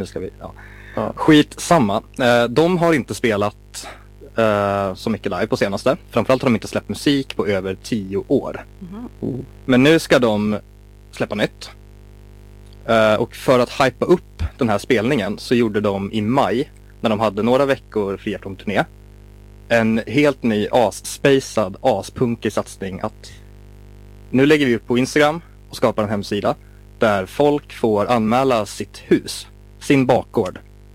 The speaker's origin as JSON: {"language": "Swedish", "region": "northern Sweden", "country": "Sweden", "said": "jag är från norra Sverige"}